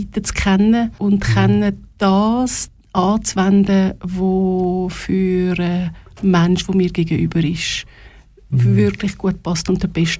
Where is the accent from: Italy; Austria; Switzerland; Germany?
Switzerland; Linthal, Glarus; Ich bin zuhinterst im Glarnerland aufgewachsen, also geboren in Glaris und aufgewachsen ganz hinten in Lintal.